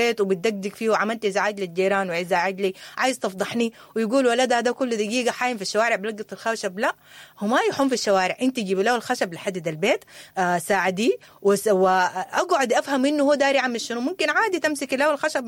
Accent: Sudan; moved away; في الفترة اللي نحن يا إيفا عشنا فيها كسودانيين لجأنا لدول تانية

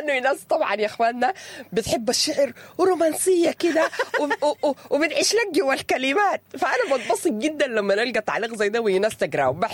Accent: Sudan; ونحن كسودانيين

